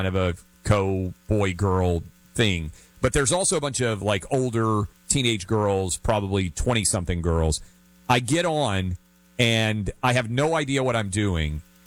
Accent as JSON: {"language": "English", "region": "Tennessee", "country": "United States", "tie": "born or raised there", "said": "She is going to be the next governor of my home state of Tennessee."}